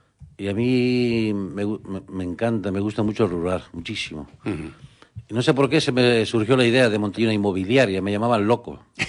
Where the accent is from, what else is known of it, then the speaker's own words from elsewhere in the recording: Puerto de la Cruz, Canary Islands, Spain; born there; Yo nací en Tenerife, en el Puerto de la Cruz.